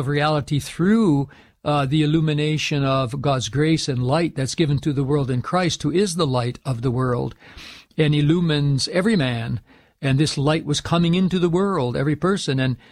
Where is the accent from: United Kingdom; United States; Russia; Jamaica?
United States; speaking as an American